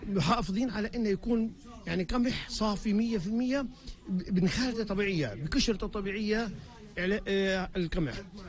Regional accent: Palestine

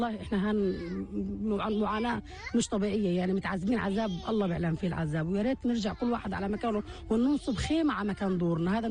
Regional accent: Gaza City, Gaza Strip, Palestine; moved away as an adult; now in Deir al-Balah, Palestine; نزحنا فوق الأربع خمس مرات تقريبا، وإحنا من سكان التفاح، وجينا آخر ما استقرنا يعني هنا في دير البلح.

